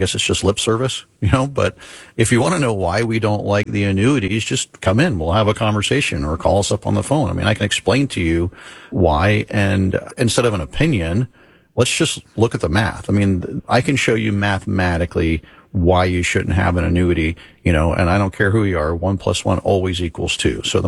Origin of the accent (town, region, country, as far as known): Florida, United States; born or raised there